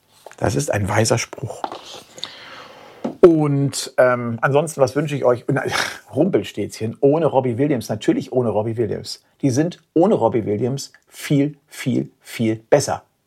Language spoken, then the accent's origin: German; Germany; Denn wir sind Deutsche